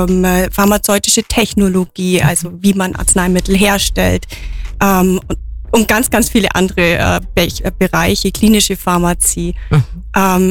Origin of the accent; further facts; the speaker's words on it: Sonthofen, Bavaria, Germany; wir sind dort groß geworden